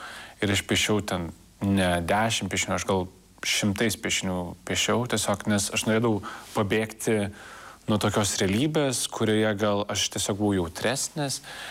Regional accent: Vilnius, Vilnius County, Lithuania; born there; kad aš gimiau Lietuvoje, kad aš gimiau Pašilaičių rajone.

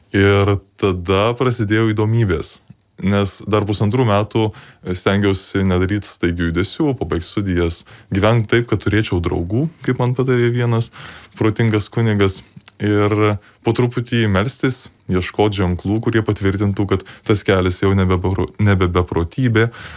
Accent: Marijampolė, Marijampolė County, Lithuania; born there; esu iš Marijampolės, baigiau mokyklą

